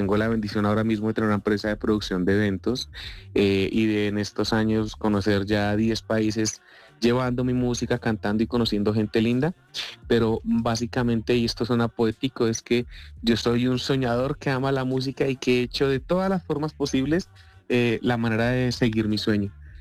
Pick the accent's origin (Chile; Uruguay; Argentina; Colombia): Colombia; Bogotá; Yo soy Rolo de esos orgullosos de mi querida Bogotá, pero amo representar a mi país.